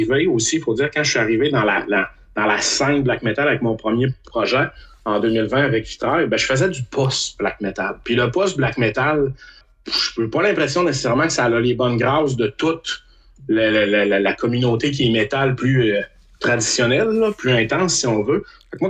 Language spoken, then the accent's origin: French; Quebec City, Quebec, Canada; je viens de Québec